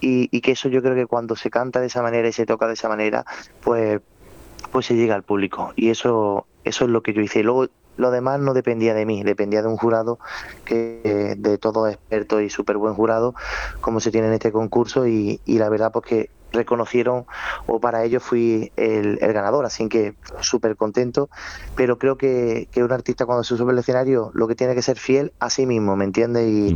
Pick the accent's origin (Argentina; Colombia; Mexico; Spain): Spain; Córdoba, Andalusia; vengo de Córdoba, soy de una familia muy reconocida dentro del flamenco en Córdoba, como es